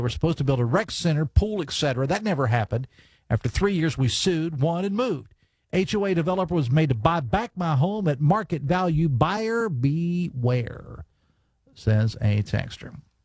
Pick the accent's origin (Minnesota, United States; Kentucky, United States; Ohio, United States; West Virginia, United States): West Virginia, United States; Mann; also born or lived in Logan; I love this town that I grew up in. I lived in two different communities, areas growing up in Logan County. One was in the Mann area, or as it's known, the Tridelphia area, and also in the Logan area.